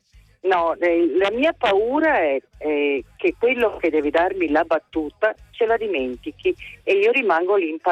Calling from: Veneto, Italy; io sono veneta, ma non sono veneziana

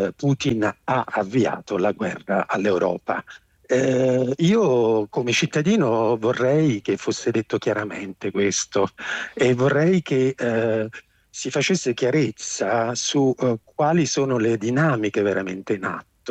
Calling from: Naples, Campania, Italy; chiamo stamattina dal Gargano, sono napoletano.

